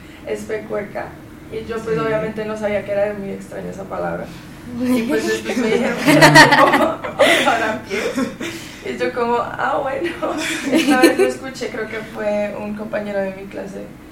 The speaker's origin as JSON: {"language": "Spanish", "country": "Dominican Republic", "moved": "yes", "lives_now": "Colombia", "said": "nosotros los dominicanos"}